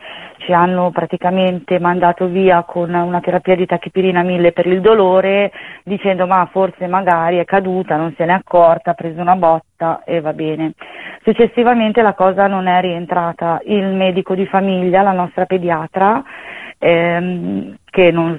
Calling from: Desio, Lombardy, Italy; noi siamo di Desio

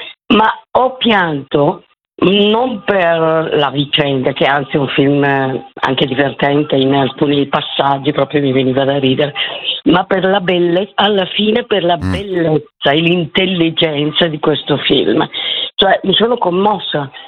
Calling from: Brescia, Lombardy, Italy; io sono di Brescia

